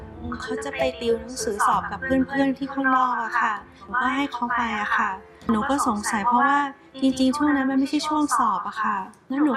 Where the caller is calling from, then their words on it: On Nut, Bangkok, Thailand; บ้านอยู่อ่อนนุชค